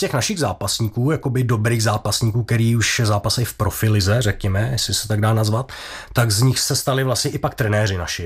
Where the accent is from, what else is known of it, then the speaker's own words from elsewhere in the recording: Nový Bor, Liberec Region, Czechia; now in Liberec, Czechia; Tak stalo se vlastně to, že já jsem se řekněme přiženil jsem do Liberty z Novýho Boru a čekali jsme i narození syna v roce 2008.